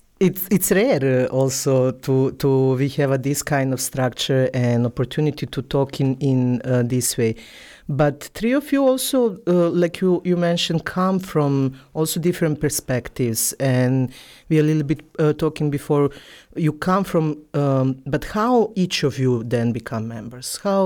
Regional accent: Bosnia & Herzegovina; English is a second language; I come from Yugoslavia and then Bosna, it's important name for all of us

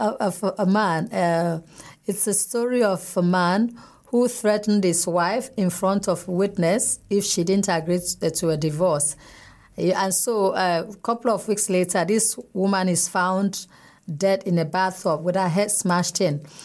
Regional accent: Nigeria; now in Austria; you do something as a Nigerian, and maybe the Austrians, the biological Austrians don't understand why you're doing it, and then maybe as a Nigerian too, you don't understand why the Austrians don't understand.

